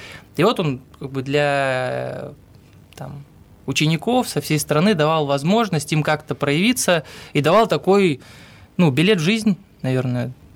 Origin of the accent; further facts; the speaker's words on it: Kopeysk, Chelyabinsk Oblast, Russia; вырос в Копейске и в такой, ну, небогатой семье, жил в своем доме